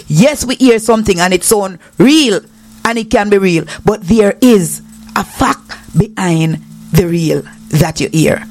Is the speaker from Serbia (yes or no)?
no; Jamaica; Patrick Ewing made me fall in love with the Knicks as a Jamaican.